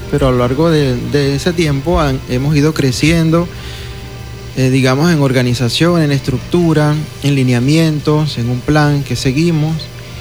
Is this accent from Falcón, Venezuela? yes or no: no; Punta de Mata, Monagas, Venezuela; now in Maturín, Venezuela; Yo soy de Punta de Mata